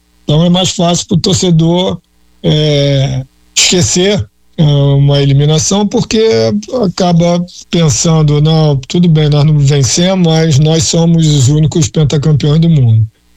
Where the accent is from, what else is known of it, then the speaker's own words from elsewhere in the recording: Brazil; Todos somos brasileiros